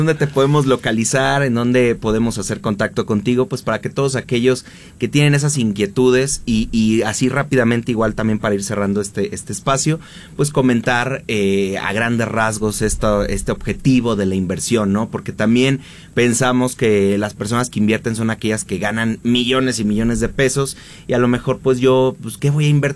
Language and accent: Spanish; Mexico; No, pues soy mexicano, pues oye, sí, ¿no?